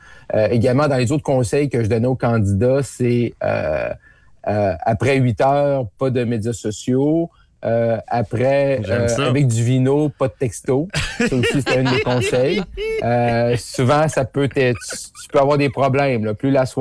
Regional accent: Roberval, Quebec, Canada; moved away; Oui, moi, je suis originaire de Roberval.

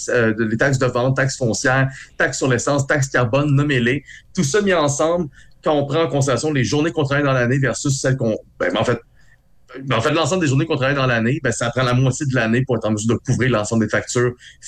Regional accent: Quebec, Canada

